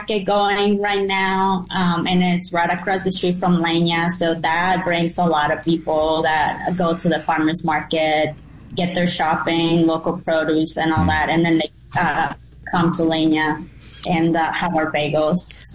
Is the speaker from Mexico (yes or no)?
yes; Mexico; And while doing that, it just brings memories growing up in Mexico.